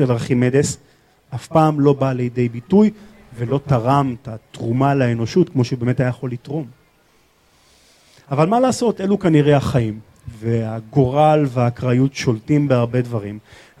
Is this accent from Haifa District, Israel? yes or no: yes; Hadera, Haifa District, Israel; אז אני הכרתי אותו כילד בשם טכנודה, אני הסתובבתי פה מאות פעמים בתור ילד. זה חלק מנוף ילדותי.